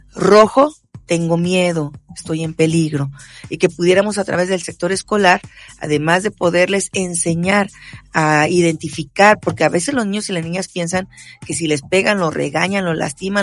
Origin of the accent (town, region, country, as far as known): Mexico; now in United States